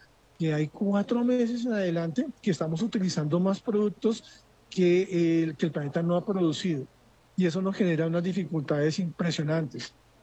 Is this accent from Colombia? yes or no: yes; Colombia; Es lo que todos hemos logrado como colombianos, como consumidores.